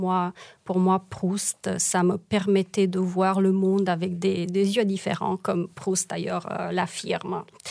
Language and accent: French; Romania; moved away